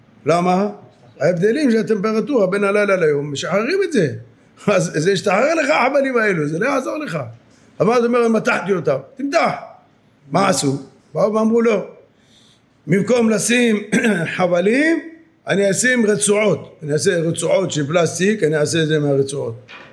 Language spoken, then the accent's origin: Hebrew; Jerusalem, Jerusalem District, Israel; כשהיינו קטנים היינו גרים באיזו שכונה בירושלים, שכונת הבוחרים